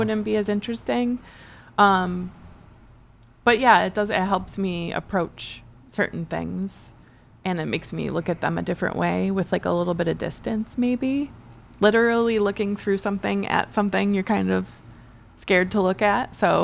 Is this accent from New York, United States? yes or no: yes; Buffalo, New York, United States; But I grew up in Buffalo, so it's extra cool for me to see stuff like that.